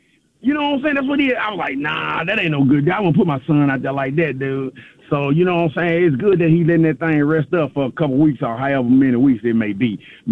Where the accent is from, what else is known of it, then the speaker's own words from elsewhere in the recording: Louisville, Mississippi, United States; Andy Kennedy, yeah, he from my hometown.